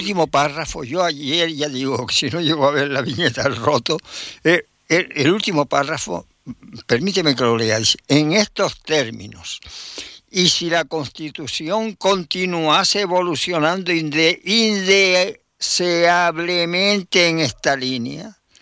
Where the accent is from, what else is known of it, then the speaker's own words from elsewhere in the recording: Venezuela; Somos venezolanos iguales que ellos son canarios.